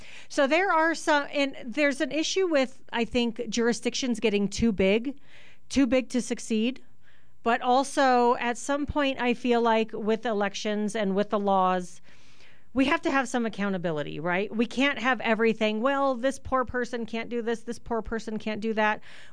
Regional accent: California, United States; now in Arizona, United States; I am from California originally.

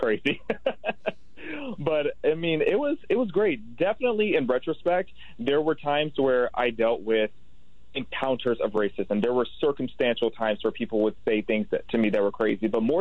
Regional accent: Pontiac, Illinois, United States; born or raised there; also born or lived in Chicago

